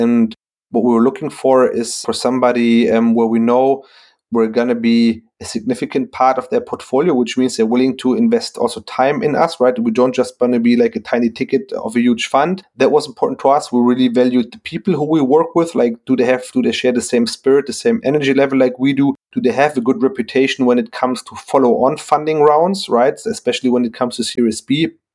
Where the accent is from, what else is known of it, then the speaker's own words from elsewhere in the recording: Frankfurt, Hesse, Germany; And of course, I'm from Frankfurt.